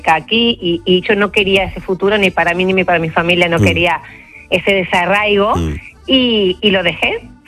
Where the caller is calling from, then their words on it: Argentina; Sí, soy argentina, pero desde Sevilla.